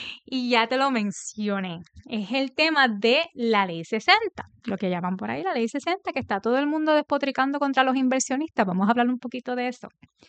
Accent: Orocovis, Puerto Rico; una finquita en Orocovis, en mi pueblo

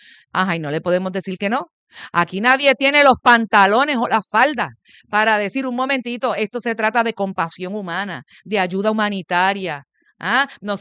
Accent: Puerto Rico; así somos los puertorriqueños solidarios

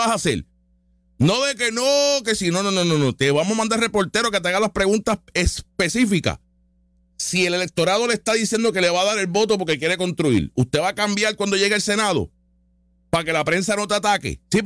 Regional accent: Puerto Rico; Yo soy puertorriqueño americano, moderno, de ahora.

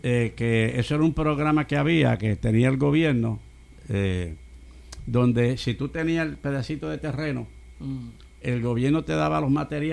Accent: Puerto Rico; now in US Virgin Islands; nuestra isla de Puerto Rico

